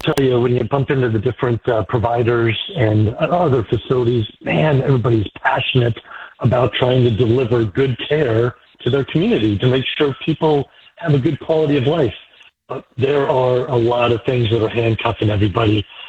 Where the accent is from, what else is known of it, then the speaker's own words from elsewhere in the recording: California, United States; born there; I was born in California, but was dad was in the Air Force. I was in the Army, so we moved around a bunch.